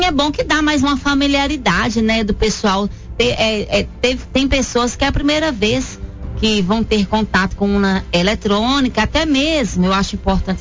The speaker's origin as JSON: {"language": "Portuguese", "region": "Minas Gerais", "country": "Brazil", "said": "nós somos de Minas Gerais."}